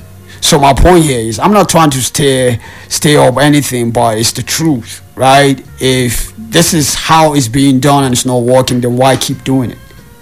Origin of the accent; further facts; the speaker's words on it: Nigeria; being a Nigerian